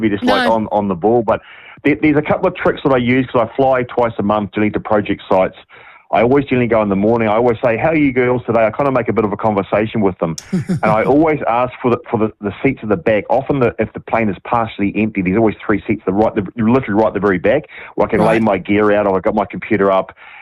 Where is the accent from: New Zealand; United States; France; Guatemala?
New Zealand; You go through as a Kiwi, and I've got my passport, I go electronic, I go through the e-gate.